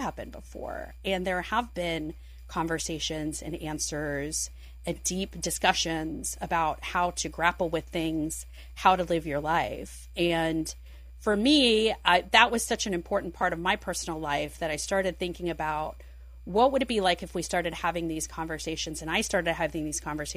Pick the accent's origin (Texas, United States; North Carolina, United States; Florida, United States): Florida, United States; Miami; born there; also born or lived in Midwest; whether that's like the fact that I was born in Miami and my parents are immigrants, or I lived in the Midwest for 10 years and all of my schooling was pretty much in the Midwest, or I'm Presbyterian.